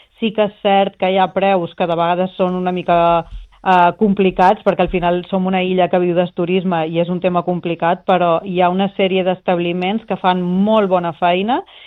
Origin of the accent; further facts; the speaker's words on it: Ibiza, Balearic Islands, Spain; a una illa petita, jo soc d'Eivissa